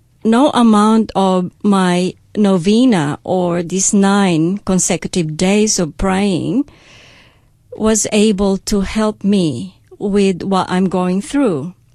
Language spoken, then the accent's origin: English; Tupi, Soccsksargen, Philippines; I've grown up in a place called Tupi in South Cotabato. We live in a business district where the church is within our neighborhood, say about 200 to 300 meters.